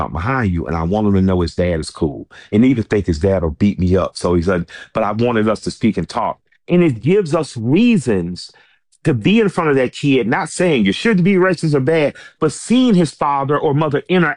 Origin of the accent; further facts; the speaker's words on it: the South, United States; And I grew up in the South. My grandparents were from Eatonton, Georgia, and Tuskegee.